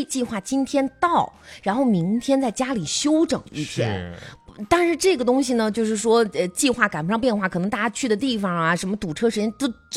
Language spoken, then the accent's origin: Chinese; northern China, China; now in Dongguan, China; 我是北方人，但是其实我已经是东莞人了，因为我户口就是东莞的啊。